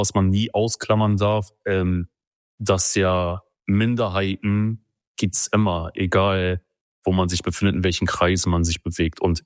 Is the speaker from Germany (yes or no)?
no; Turkey; Habe ich eine ganz lange Zeit immer gesagt, ich bin Kurde aus der Türkei.